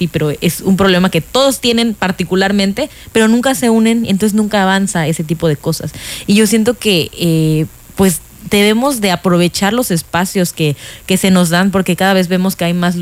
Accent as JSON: {"language": "Spanish", "country": "Mexico"}